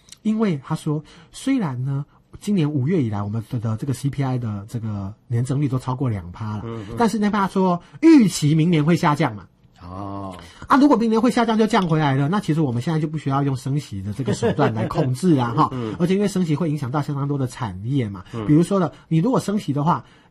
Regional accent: Nantou County, Taiwan; 以我的家乡南投县来讲

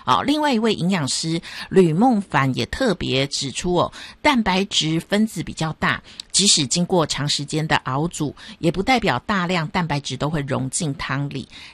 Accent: Taipei, Taiwan; 以我在台北长大的

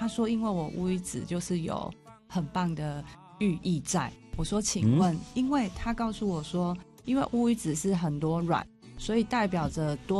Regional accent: Kouhu, Yunlin County, Taiwan; 来自云林口湖。

